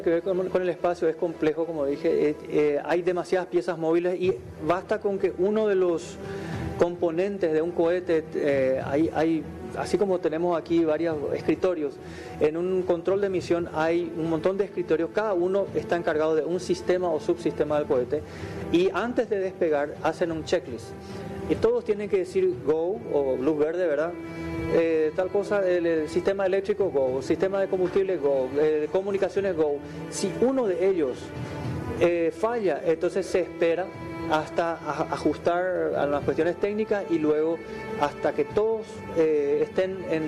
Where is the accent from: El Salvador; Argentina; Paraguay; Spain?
Paraguay; Entonces nos pusimos a pensar con todo el equipo y dijimos, ¿qué es lo que nos une como paraguayos?